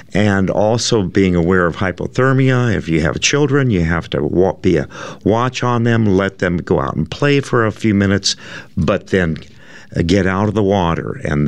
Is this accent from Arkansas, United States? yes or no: no; California, United States; Caught a little bit of soup down in Southern California because I was from the San Bernardino Mountains.